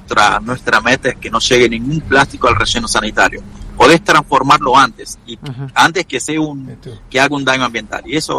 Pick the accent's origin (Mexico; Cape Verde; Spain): Cape Verde; now in Tierra del Fuego, Argentina